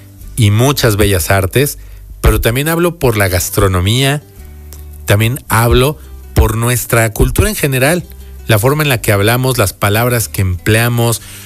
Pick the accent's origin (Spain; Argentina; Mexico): Mexico; una pequeña pausa, no solo en un 15 de septiembre, sino en otras fechas, y abrazarnos y celebrar como mexicanos, abrazar al de junto, festejar con él.